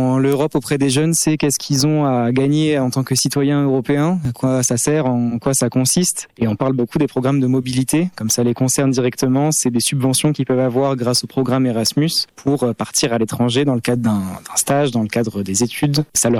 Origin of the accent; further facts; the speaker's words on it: Montpellier, Occitanie, France; Moi j'ai 25 ans et je viens de Montpellier